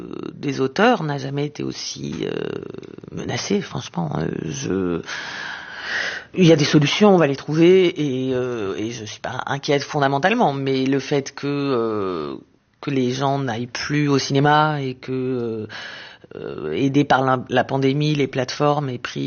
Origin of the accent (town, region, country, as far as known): Israel; born or raised there